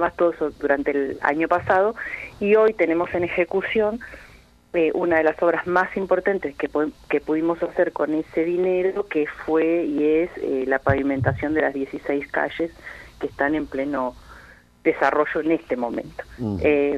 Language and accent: Spanish; Patagonia, Argentina; nosotros, los que somos de la Patagonia